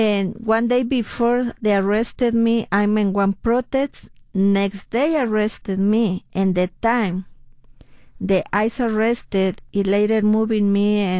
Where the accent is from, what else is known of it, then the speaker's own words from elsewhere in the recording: Mexico City, Mexico; English is a second language; moved away as an adult; now in United States; I'm from Mexico City. My husband worked in the public transport, similar here, RTD. He suffered 3 kidnapping express in Mexico City.